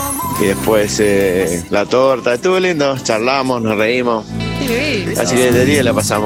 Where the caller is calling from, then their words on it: Buenos Aires, Argentina; de Buenos Aires